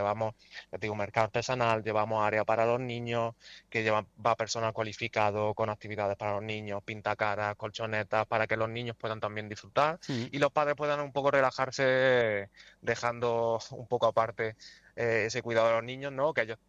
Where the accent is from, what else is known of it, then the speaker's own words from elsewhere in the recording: Orcera, Andalusia, Spain; also born or lived in Jaén; yo, mi madre es de aquí de Orcera, yo nací en Jaén, pero bueno, Juan Antonio es de aquí de Orcera también, uh-huh. Entonces yo me he criado aquí, yo estoy enamorado de este lugar, de la Sierra de Segura